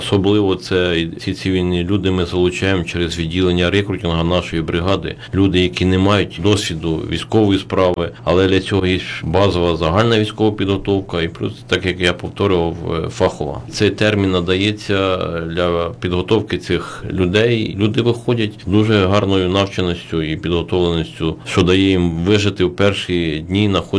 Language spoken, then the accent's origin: Ukrainian; Teofipol district, Khmelnytskyi Oblast, Ukraine; moved away; я сам з Теофіпольщини